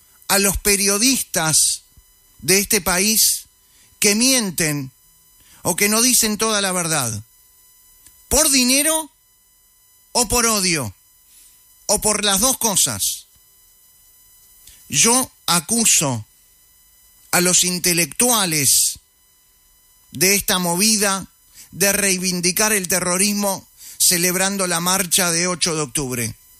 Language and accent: Spanish; Uruguay; Somos uruguayos.